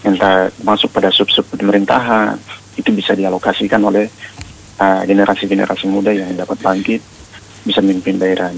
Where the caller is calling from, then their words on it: Manokwari, West Papua, Indonesia; Ya, ini dengan kami dari Pemuda Yawaunate yang ada di Manokwari.